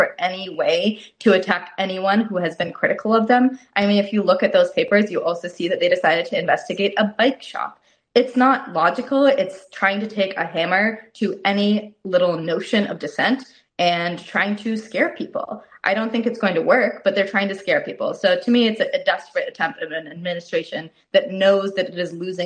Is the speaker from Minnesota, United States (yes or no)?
yes; Minnesota, United States; I'm from Minnesota, I'm taking this call from Minneapolis